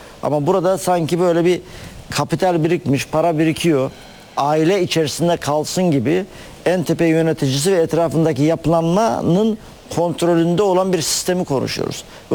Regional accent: Manisa, Turkey; benim Manisalıyım

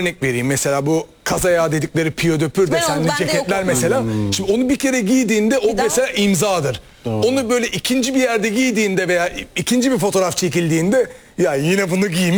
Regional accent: Skopje, North Macedonia; Üsküp. Üsküp. Tabii tabii. Hmm, Arnavutuz biz.

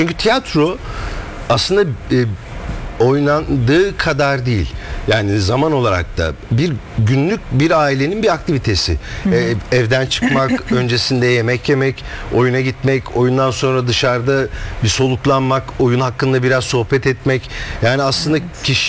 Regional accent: Istanbul, Turkey; Ben doğup büyüdüğüm mahalle Göztepe Mahallesi. Hala aynı Göztepe Mahallesi'ndeyim. 5 sokak arayla gidiyorum, geliyorum, yer değiştiriyorum.

